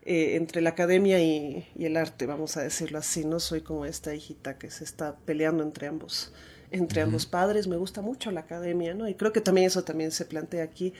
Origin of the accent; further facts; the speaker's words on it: Quito, Pichincha, Ecuador; also born or lived in La Paz, Bolivia; Yo soy nacida en La Paz, en Bolivia, pero he crecido acá en Quito. Mi padre es ecuatoriano, entonces, y yo crecí acá en Quito.